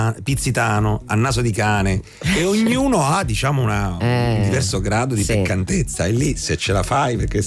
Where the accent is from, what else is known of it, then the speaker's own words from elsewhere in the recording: Apulia, Italy; moved away as an adult; now in Rome, Italy; la mia adolescenza, quindi la mia terra, la Puglia